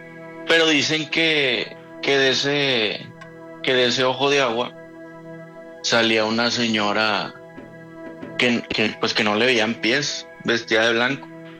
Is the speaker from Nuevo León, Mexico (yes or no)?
yes; San Nicolás de los Garza, Nuevo León, Mexico; now in Apodaca, Mexico; Soy de... Pues soy de San Nicolás, de Los Garza, pero vivo en Apodaca, Nuevo León.